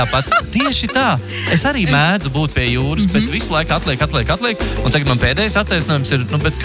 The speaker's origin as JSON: {"language": "Latvian", "town": "Pāle", "region": "Limbaži Municipality", "country": "Latvia", "said": "Es no Pāles!"}